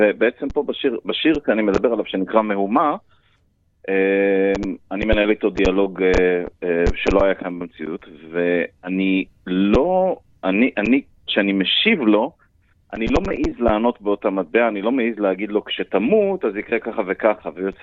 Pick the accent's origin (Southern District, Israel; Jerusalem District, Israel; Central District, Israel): Central District, Israel; אני לא גדלתי בקיבוץ על גבול קרוב לעזה, לא, אני גדלתי במרכז הארץ.